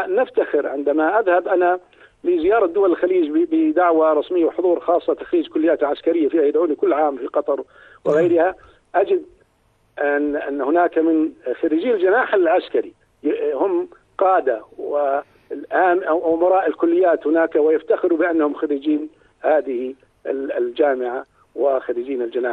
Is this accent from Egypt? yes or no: no; Jordan; والاستقلال بالنسبة لنا كأردنيين ليست مجرد حدث تاريخي يعني عابر